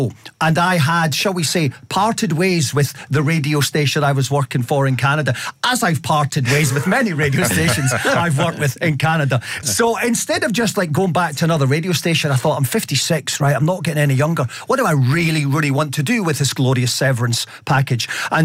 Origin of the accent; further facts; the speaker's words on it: Arbroath, Scotland, United Kingdom; Tuesday the 6th is my homecoming in my hometown of Arbroath